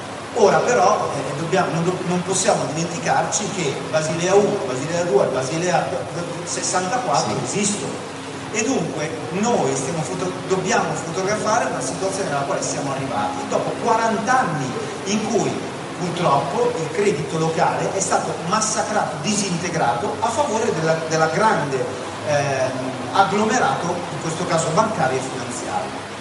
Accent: Lombardy, Italy; sono lombardo

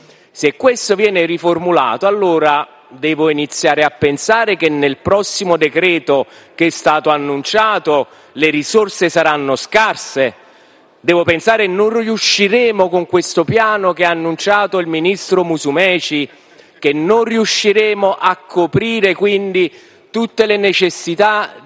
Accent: Campania, Italy; per il bene della mia terra, per il bene dei Campi Flegrei

